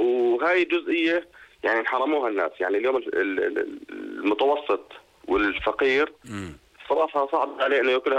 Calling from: Jordan; الموجود عندنا في الاردن.

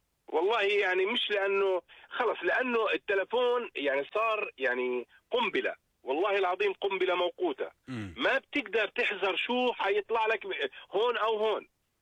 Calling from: Jordan; إحنا كمجتمع أردني

